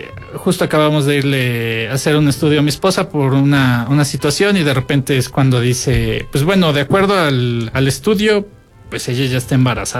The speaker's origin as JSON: {"language": "Spanish", "country": "Mexico", "said": "yo soy más mexicano que el chile poblano."}